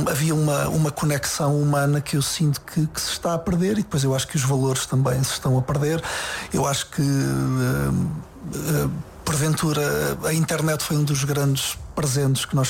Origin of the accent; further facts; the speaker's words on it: Portugal; cada um de nós, como portugueses, como autores